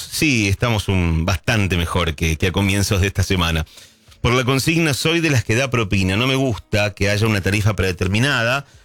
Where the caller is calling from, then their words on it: Guaymallén, Mendoza, Argentina; de Guaymallén, Mendoza.